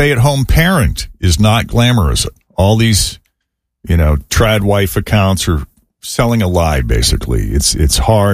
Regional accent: East Coast, United States; moved away; Even growing up on the East Coast, very little watercraft experience.

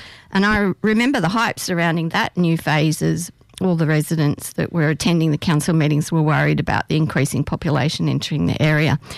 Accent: Gladesville, New South Wales, Australia; if someone asks you, where do you come from, you say Gladesville

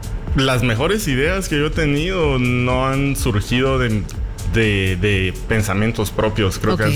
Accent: Mixco, Guatemala Department, Guatemala; Yo soy de Misco.

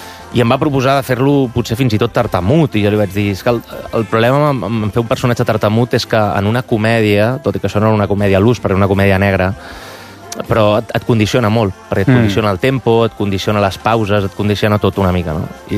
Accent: Manresa, Catalonia, Spain

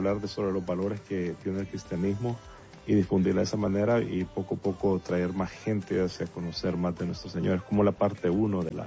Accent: El Salvador; yo soy originario de Salvador, sí.

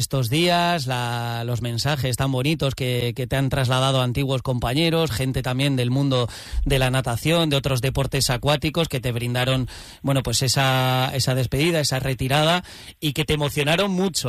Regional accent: Ciudad Real, Castilla-La Mancha, Spain; porque yo tengo que decir que soy natural de Ciudad Real y por tanto me pilla muy

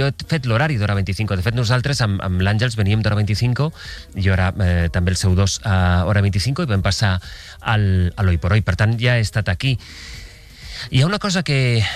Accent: Alberic, Valencian Community, Spain; moved away as an adult; also born or lived in Barcelona; now in Madrid, Spain; soc d'una comarca, que es diu la comarca de la Ribera, he crescut allà, vinc cada cap de setmana

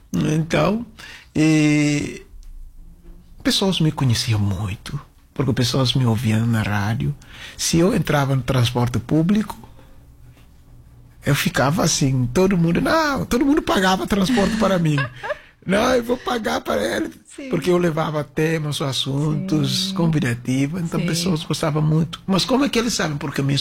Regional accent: Bissau, Guinea-Bissau; eu consigo falar português porque eu cresci em Bissau

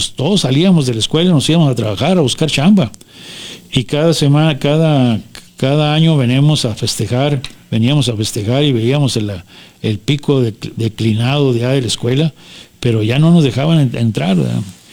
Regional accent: Mexico; no dejemos de declinar que somos mexicanos

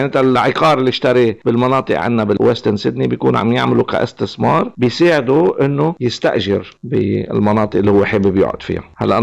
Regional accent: Lebanon; now in Merrylands, Australia; أنا مهاجر لبناني، جيت على أستراليا من تقريبا 40 عام،

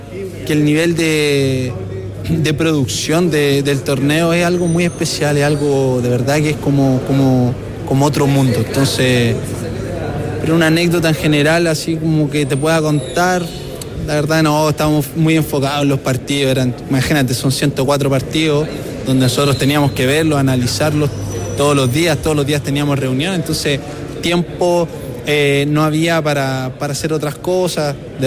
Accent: Chile; nosotros como chilenos

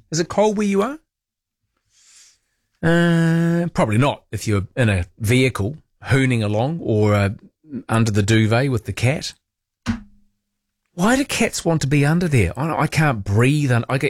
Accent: Masterton, Wellington, New Zealand; But I remember when I grew up in Masterton, there was this mad craze of making concrete walls with grey wacky rocks set into them.

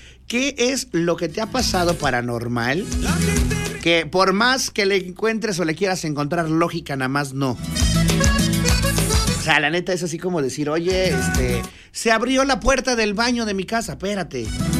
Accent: Mexico; Somos mexicanos y tenemos que apoyar a los nuestros

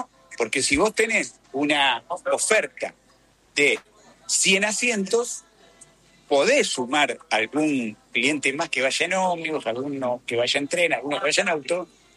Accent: Argentina

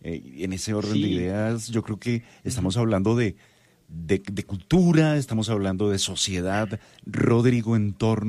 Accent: Colombia; now in Bogotá, Colombia

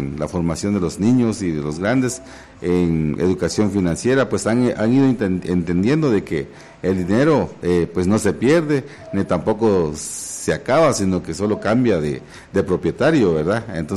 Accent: San Cristóbal Verapaz, Alta Verapaz, Guatemala; Somos originarios de San Cristóbal

